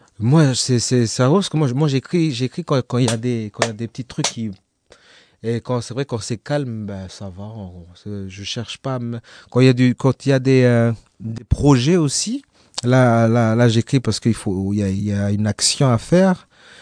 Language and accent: French; Lifou, Loyalty Islands Province, New Caledonia; moi j'ai grandi à Lifou, je parle pas le Lifou